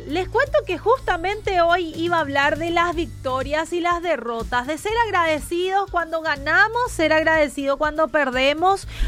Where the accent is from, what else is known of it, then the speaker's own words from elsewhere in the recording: Paraguay; hoy soy más paraguaya que nunca